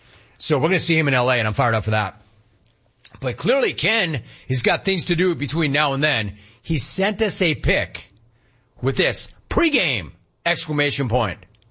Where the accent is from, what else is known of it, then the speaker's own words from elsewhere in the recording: Canada; If Canadians are trashing … it's because … stinks, and I'm Canadian.